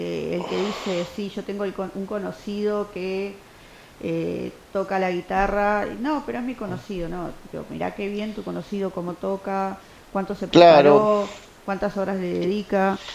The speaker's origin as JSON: {"language": "Spanish", "region": "Maldonado", "country": "Uruguay"}